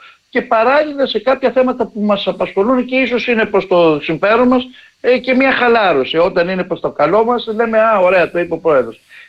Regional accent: Greece; το οποίο για μας είναι πολύ σημαντικό σαν Έλληνες που έχουμε το στόλο, που έχουμε τα ελληνόκτα πλοία

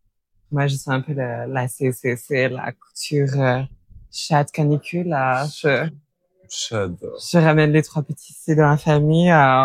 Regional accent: Normandy, France; moved away as an adult; now in Paris, France

